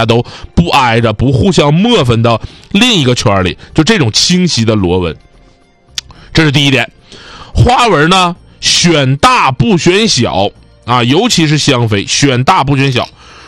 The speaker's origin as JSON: {"language": "Chinese", "region": "Northeast China", "country": "China", "accent": "Northeastern (Dongbei) dialect", "said": "我们东北话"}